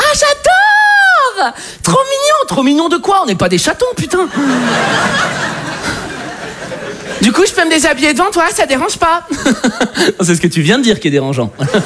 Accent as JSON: {"language": "French", "country": "France"}